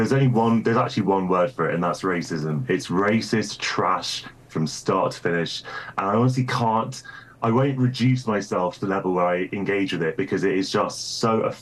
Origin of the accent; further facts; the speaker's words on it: United Kingdom; I think I'm as British as anybody else. I'm certainly more British than Tiffany is.